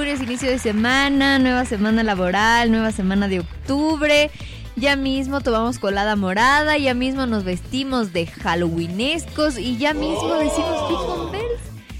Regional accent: Quito, Pichincha, Ecuador; yo soy más quiteña que ellas.

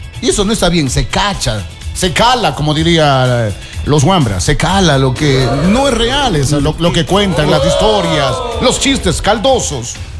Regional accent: Cuenca, Azuay, Ecuador; soy ecuatoriano y todo, pero de aquí de Cuenca

